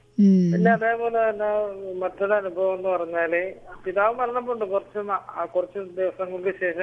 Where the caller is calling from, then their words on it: Kalavoor, Kerala, India; ഞാൻ ഇവിടെ മറ്റേ കലവൂരിലെ.